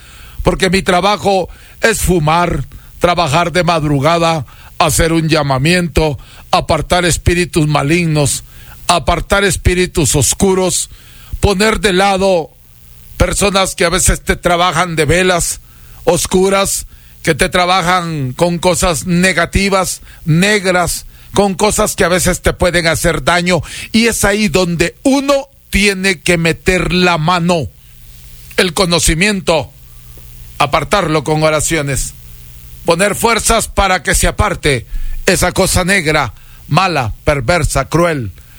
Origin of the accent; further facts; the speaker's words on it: Huancabamba, Piura, Peru; moved away; Muchas de las veces está de más decirle al mundo entero que soy peruano, que soy huancabambino.